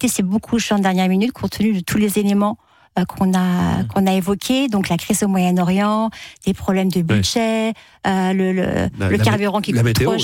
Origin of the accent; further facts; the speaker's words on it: Brittany, France; je suis bretonne, donc les Bretons ne m'en voudront pas, en Bretagne, il a pu pleuvoir.